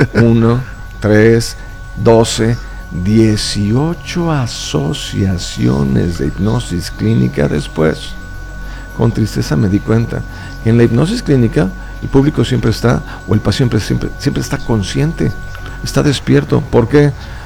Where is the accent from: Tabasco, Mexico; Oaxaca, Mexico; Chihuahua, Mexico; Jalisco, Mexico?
Jalisco, Mexico; Guadalajara; also born or lived in Santiago, Chile / United States; me trajeron a México, viví 3 años en México, después me fui otros 3 años a Estados Unidos con papá y mamá, y luego regresamos a Guadalajara. Toda la vida viví en Guadalajara hasta 1997.